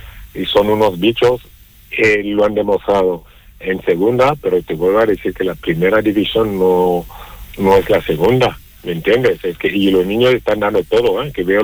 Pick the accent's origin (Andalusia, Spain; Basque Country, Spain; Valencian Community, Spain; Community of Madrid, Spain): Andalusia, Spain; Málaga; Y dije, como malagueño y malaguista, sería un sueño volver a primera